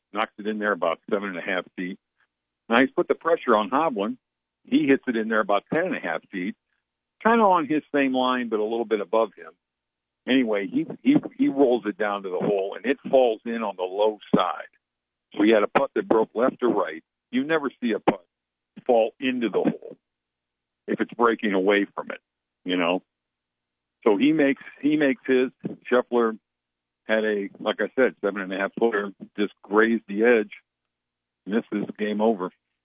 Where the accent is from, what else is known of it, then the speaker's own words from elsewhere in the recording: Akron, Ohio, United States; I'm from Akron.